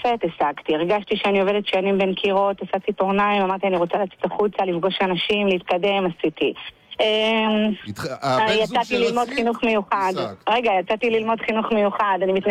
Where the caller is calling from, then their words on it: Nesher, Haifa District, Israel; אני מנשר.